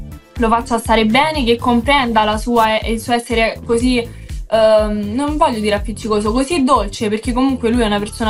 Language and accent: Italian; Rome, Lazio, Italy; io sono di Roma